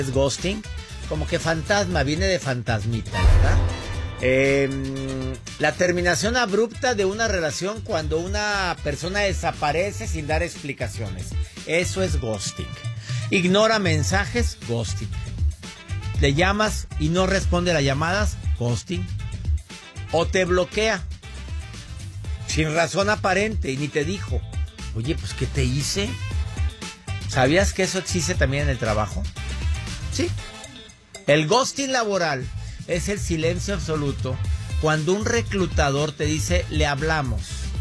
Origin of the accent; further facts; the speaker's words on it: Mexico; en mi país, México